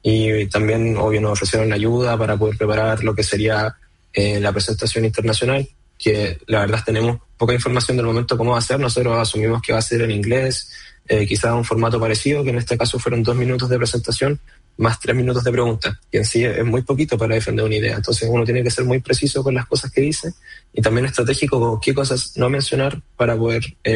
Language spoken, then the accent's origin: Spanish; Concepción, Biobío, Chile; Es algo que es muy complicado de conseguir acá en Chile, y más nosotros que somos de Concepción. Bueno, Vicente es de Santiago, yo soy de Concepción.